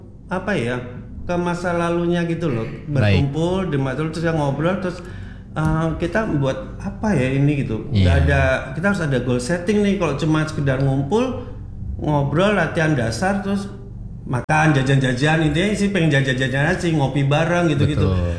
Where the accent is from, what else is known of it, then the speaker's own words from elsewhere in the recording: Jakarta, Indonesia; saya berpikir kita ini orang Jakarta, bisa gak ya dengan 1001 problematika kita di dunia pekerjaan